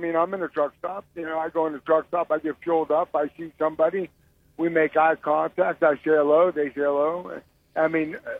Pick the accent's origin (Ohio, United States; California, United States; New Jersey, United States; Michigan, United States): Ohio, United States; Youngstown; I'm from Youngstown originally.